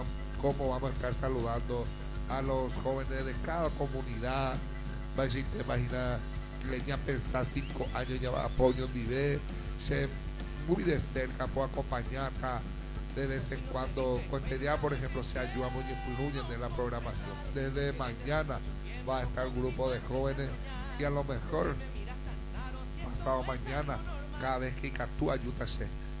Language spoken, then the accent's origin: Spanish; Paraguay